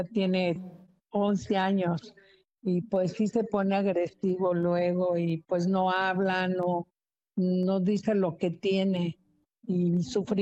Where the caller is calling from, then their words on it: Cuernavaca, Morelos, Mexico; ¿Sabe que yo soy la señora de Cuernavaca?